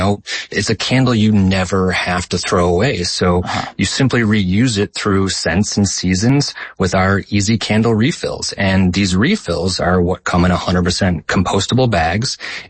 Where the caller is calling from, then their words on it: Brooklyn, New York, United States; I'm calling in from Brooklyn, New York.